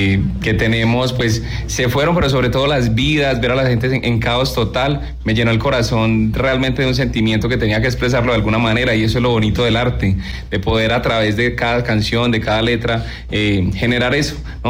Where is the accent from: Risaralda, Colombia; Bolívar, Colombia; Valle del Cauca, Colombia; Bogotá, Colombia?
Risaralda, Colombia; La Virginia; also born or lived in Pereira; Yo soy nacido en Pereira, pero me crecí en la Virginia Risaralda, también ver a mi pueblito